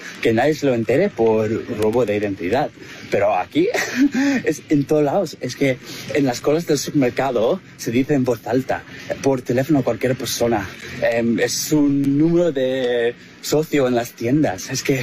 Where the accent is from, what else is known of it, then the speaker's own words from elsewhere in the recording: United States; now in Spain; soy estadounidense, llevo 2 años aquí.